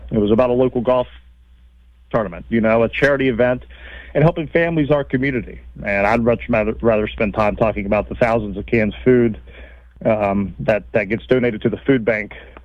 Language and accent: English; Marion County, West Virginia, United States; I'm from Marion County.